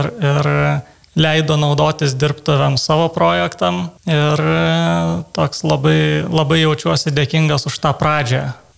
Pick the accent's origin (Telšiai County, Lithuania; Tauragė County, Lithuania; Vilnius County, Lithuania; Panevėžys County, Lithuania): Vilnius County, Lithuania; Vilnius; moved away as an adult; also born or lived in Kaunas; aš pats esu vilnietis, bet taip gavosi, kad išvažiavau studijuoti Kauną.